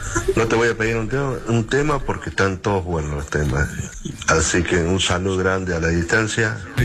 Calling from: Argentina; Soy de Valle Estero y estoy trabajando en la zona de Villa María.

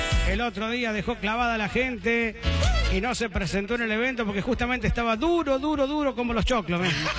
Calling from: Capitán Bermúdez, Santa Fe, Argentina; Hola, Churi … de Capitán Bermúdez. Reiterame la dirección que no la alcancé a anotar. ¿Dónde vas a estar haciendo radio mañana? Que te voy a ir a saludar desde Capitán Bermúdez.

